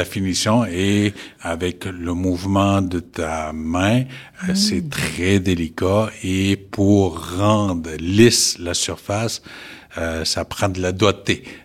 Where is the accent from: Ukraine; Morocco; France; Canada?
Canada; Uashat mak Mani-utenam, Quebec; now in Matimekosh, Canada; Je suis originaire de Ouachat Makmaniotenam. Oui, je viens d'ici et j'ai déménagé à Matimekosh récemment, oui.